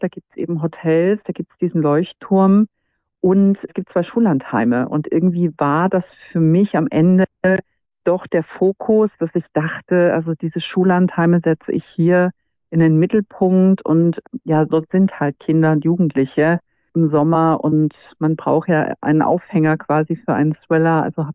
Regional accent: Saxony, Germany; born there; moved away as an adult; now in Northern Germany; Ich bin ja auch nicht im Norden aufgewachsen. Ich bin in Sachsen geboren und bin ja vor über 10 Jahren in den Norden gezogen.

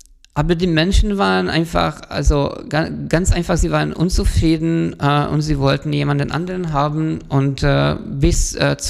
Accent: Hungary; ich komme aus Ungarn

